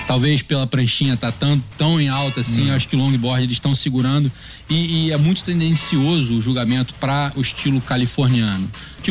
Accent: Brazil; não sou eu como brasileiro falando

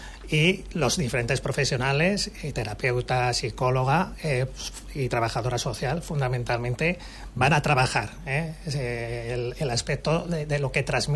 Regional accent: Monreal del Campo, Aragon, Spain; Yo soy de Monreal

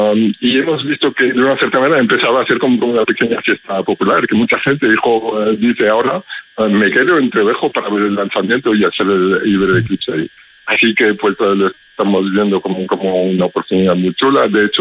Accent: Belgium; Spanish is a second language; now in Spain; lo notas con mi acento, ¿no? Soy extranjero, soy belga. En Bélgica hay muchísima contaminación lumínica y hay nubes todo el tiempo.

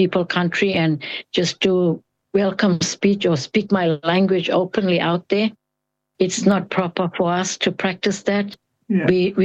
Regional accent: Injinoo, Queensland, Australia; I grew up here in Engineer. Engineer is my community. It's in the Puthuma Land Trust space area where for our people.

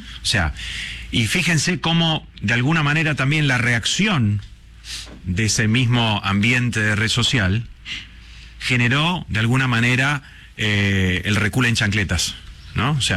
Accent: Argentina; todos hemos visto como argentinos una campaña que se diseminó rápidamente, principalmente por redes sociales, anti-Argentina, ¿no?

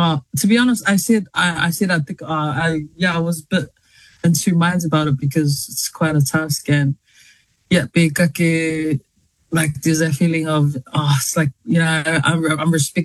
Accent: Massey, Auckland, New Zealand; I grew up in Massey, West Auckland, and yeah, born and raised in West Auckland. But yeah, grew up, I guess, in a traditional Samoan household.

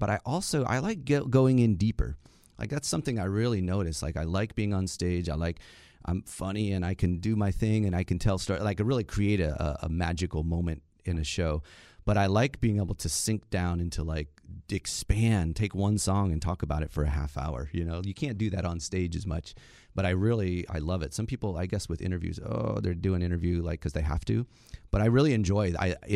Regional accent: Randolph, Ohio, United States; born there; I was born near Kent, Ohio. Randolph, Ohio.

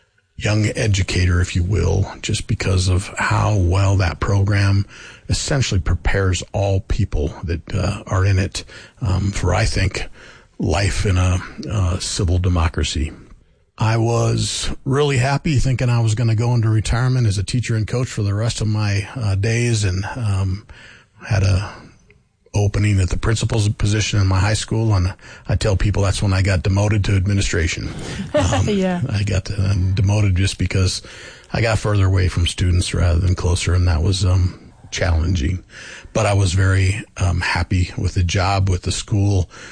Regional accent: Cañon City, Colorado, United States; moved away as an adult; I grew up in Canyon City, Colorado. That's where I graduated from high school.

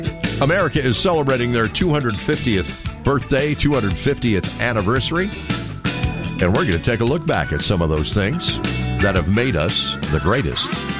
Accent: Minnesota, United States; surrounded by pine trees and cornfields, just like where I grew up in Southwest Minnesota.

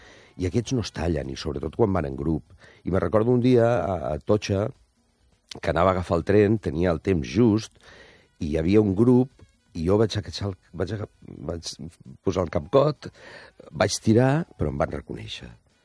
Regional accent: Alcoy, Valencian Community, Spain; per veure el Belém del Tirisiti, que és unes titelles que es fan al meu poble, al Coi, al Nadal

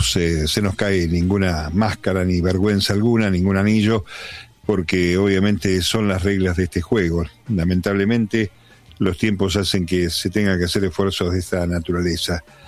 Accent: Argentina; perder de vista lo que realmente nos pasa como argentinos en la diaria.

